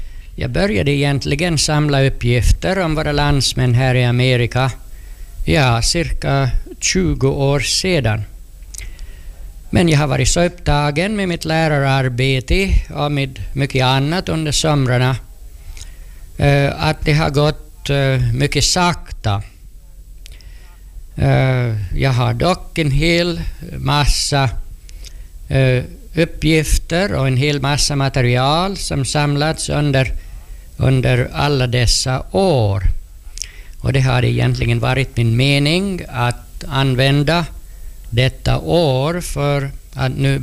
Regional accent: Purmo, Ostrobothnia, Finland; moved away; det var något som jag fick lära mig som pojke i Purmo.

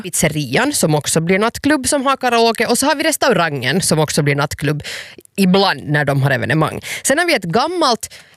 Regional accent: Hanko, Uusimaa, Finland; moved away as an adult; also born or lived in Helsinki; now in Ingå, Finland; Ja, eller jag är från Hange på riktigt.

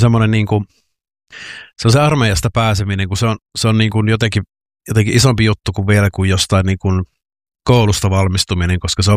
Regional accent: Joensuu, North Karelia, Finland; minähän olen siis Joensuusta kotoisin ja siellä elin lukion loppuun sitten olin yhden välivuoden siellä hengailin ja sitten menin vielä armeijaan.

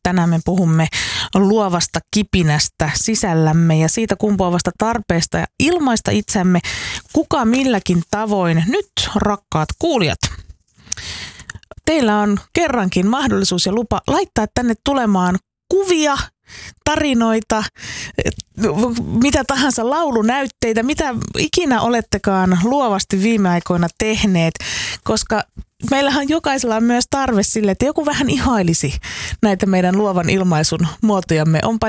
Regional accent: Espoo, Uusimaa, Finland; born there; omassa lapsuudessani koulussa, alakoulussa, Espoossa

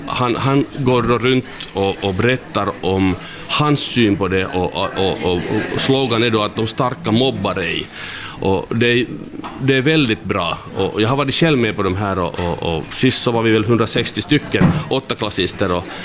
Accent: Karleby, Central Ostrobothnia, Finland; Skärgården betyder nog för mig att jag är uppväxt i Karleby och nära Karleby finns en plats som heter Öja, och där har jag tillbringat på en ö min barndom

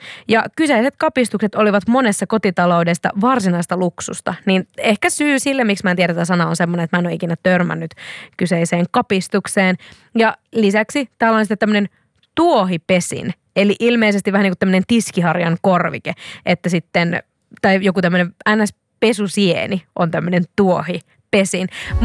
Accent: South Ostrobothnia, Finland; accent: South Ostrobothnian; mun lähipiirissä käytetään Etelä-Pohjanmaan murretta ja sitten sinne laitetaan semmoisia vanhan kansan sanoja, niin sanotusti.

